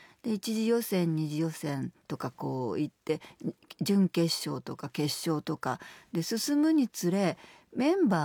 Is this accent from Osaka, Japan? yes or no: yes; Osaka, Japan; また大阪に帰ってきて